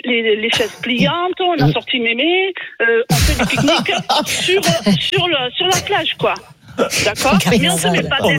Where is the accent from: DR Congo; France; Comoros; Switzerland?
France; Toulouse, Occitanie; Et moi, je suis de Toulouse de base.